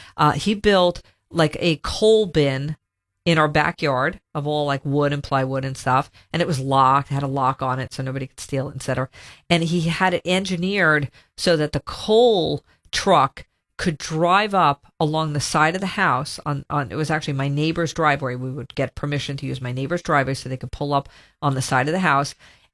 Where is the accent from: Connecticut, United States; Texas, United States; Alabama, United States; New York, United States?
New York, United States; Long Island; growing up on Long Island, Boy, it gets pretty cold there in the homes in the winter.